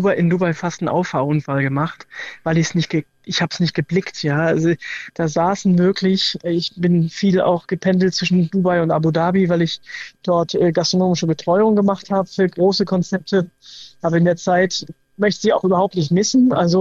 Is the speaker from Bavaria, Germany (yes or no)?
no; Hamburg, Germany; Und Hamburg ist einfach meine Heimat.